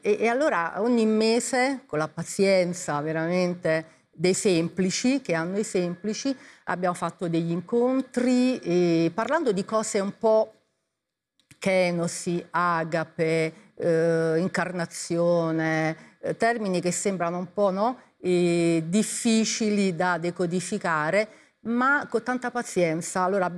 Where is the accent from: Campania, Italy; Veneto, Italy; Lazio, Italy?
Lazio, Italy; Gaeta; delle signore di Gaeta, io sono di Gaeta, e della mia parrocchia di allora